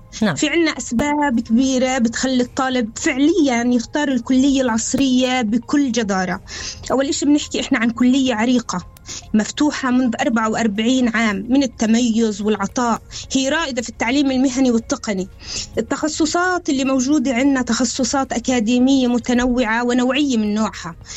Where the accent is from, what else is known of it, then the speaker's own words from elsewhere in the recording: Palestine; الظروف الراهنه عندنا بفلسطين